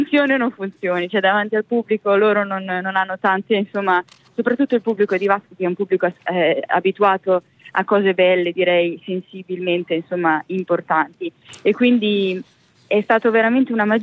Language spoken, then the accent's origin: Italian; Pesaro, Marche, Italy; io sono di Pesaro, quindi nelle Marche